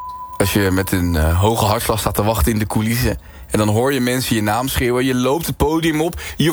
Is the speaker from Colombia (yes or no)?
yes; Colombia; now in Netherlands; Ik bedoel, ik kom uit Colombia. Ik heb dat ook heel erg in me.